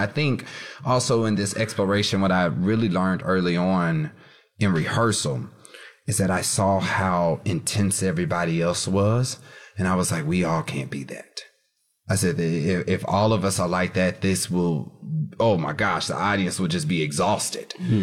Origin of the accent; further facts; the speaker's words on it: Kansas, United States; I'm from Kansas. I'm used to being Dorothy, stuck in the cyclone, trying to find my way to Oz.